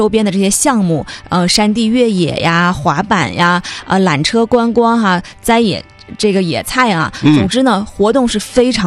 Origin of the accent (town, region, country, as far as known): Jilin, China